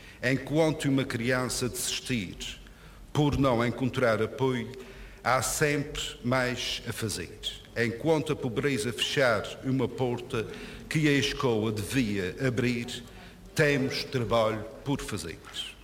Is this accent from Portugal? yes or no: yes; Corvo, Azores, Portugal; Cresci no Corvo, sei o tamanho da ilha.